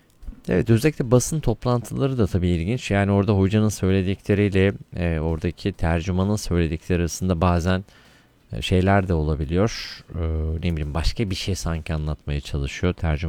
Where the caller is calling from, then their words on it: Istanbul, Turkey; Abi merhaba … İstanbul'dan.